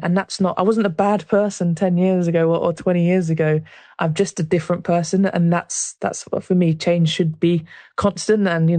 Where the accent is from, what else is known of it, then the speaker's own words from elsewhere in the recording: London, United Kingdom; accent: South London; because I didn't realise I have an accent until I speak to other people who are not from South London. And I go, oh, yeah, I actually sound quite different.